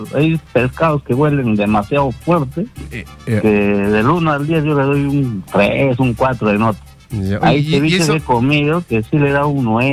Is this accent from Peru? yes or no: yes; Andes, Peru; Mira, yo soy de los Andes.